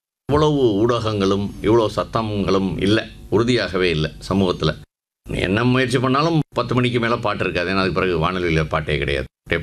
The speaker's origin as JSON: {"language": "Tamil", "town": "Madurai", "region": "Tamil Nadu", "country": "India", "tie": "born or raised there", "also_born_or_lived": "Chennai", "moved": "yes", "said": "என்னுடைய சொந்த ஊர் மதுரை. மதுரையில் தல்லாகுளம். தல்லாகுளம்ன்றது நகரனுடைய மத்தியில் வைகை வடகரையில் இருக்குது. 100 வருஷத்துக்கு மேலே அங்கே இருக்கோம்னு நினைக்கிறேன்."}